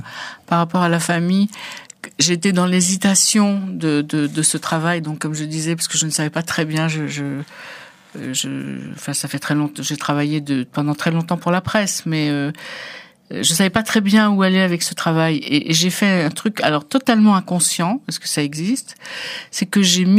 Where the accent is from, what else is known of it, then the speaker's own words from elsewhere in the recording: Algeria; born there; first language Arabic; French is a second language; Je suis née en Algérie, je parle arabe, c'est ma langue maternelle, etc.